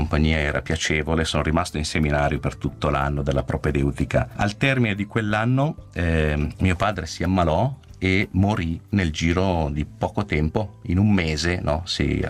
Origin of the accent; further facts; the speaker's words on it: Abbadia Lariana, Lombardy, Italy; La mia vita è sempre nel piccolo paese sul lago nel quale sono nato, a Badia Lariana.